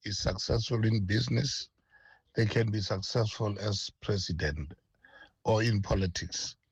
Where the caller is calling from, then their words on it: Gauteng, South Africa; at Doornkop.